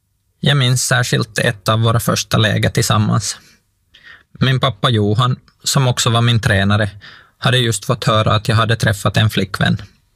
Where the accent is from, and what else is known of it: Parainen, Southwest Finland, Finland; born there